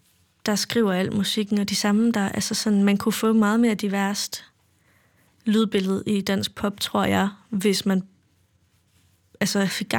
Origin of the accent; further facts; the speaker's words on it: Central Denmark Region, Denmark; Ja. Ja, en lille bitte landsby i Vestjyll